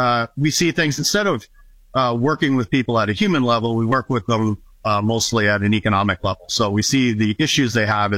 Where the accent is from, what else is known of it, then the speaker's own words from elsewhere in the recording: Niagara, Ontario, Canada; finished high school and did the typical growing up in Niagara, right?